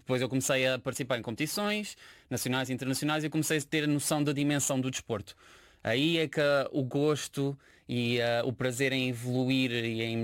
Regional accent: Barreiro, Setúbal, Portugal; born there; Bem, nasci no Barreiro, tenho 24 anos, nasci a 21 de setembro de 2002

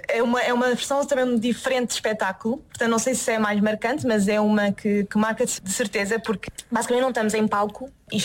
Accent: Portugal; quando fui para a Alemanha, que foi a primeira vez também que saí de Portugal

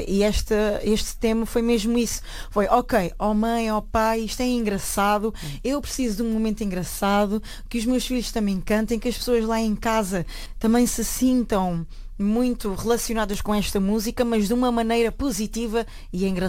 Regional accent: Ferreira do Alentejo, Beja, Portugal; o pessoal também de Ferreira do Alentejo, que foi o sítio onde eu cresci

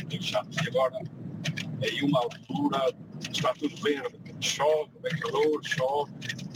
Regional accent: São Martinho de Mouros, Norte, Portugal; now in Germany; lá na minha terra onde nasci. Portanto, eu sou de São Martinho de Mouros, Conselho de Rezende.

